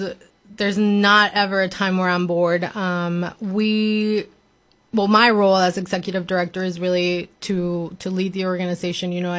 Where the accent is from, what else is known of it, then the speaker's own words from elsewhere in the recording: Mexico; moved away as an adult; now in West Michigan, United States; Well, I'm an immigrant myself. I grew up in Mexico. I was born and raised in Mexico and only moved to West Michigan a few years ago.